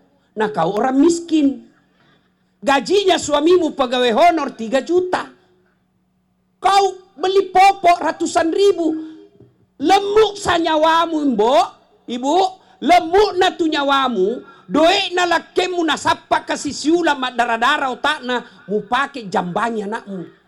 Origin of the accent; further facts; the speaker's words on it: Indonesia; moved away; Bungi namanya, Patinjo ayahku, Patinjo. Taniak bugi, tapi macak bahasa bugi. Kampungku, saya dari kampung tadi. Kampung, petani. Saya waktu sekolah, itu dari Pekabata, naik dari Bungi, SMP Culuk.